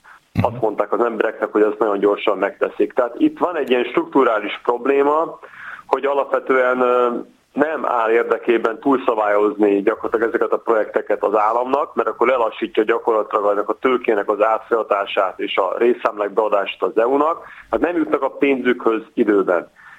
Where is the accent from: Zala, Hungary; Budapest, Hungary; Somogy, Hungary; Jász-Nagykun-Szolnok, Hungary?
Budapest, Hungary; Óbuda; én is ugye részben óbudai vagyok